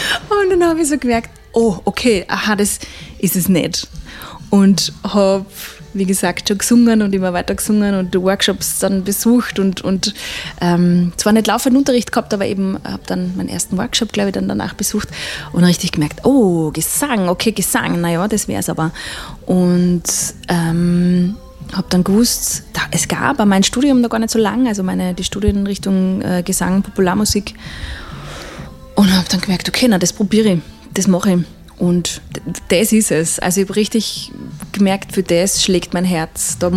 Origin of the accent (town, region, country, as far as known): Austria; accent: Austrian dialect